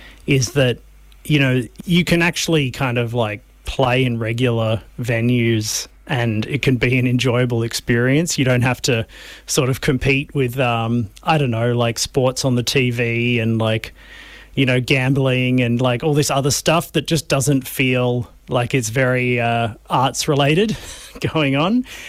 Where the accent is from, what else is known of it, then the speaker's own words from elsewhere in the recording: Sydney, New South Wales, Australia; I grew up in Sydney, so that was my experience.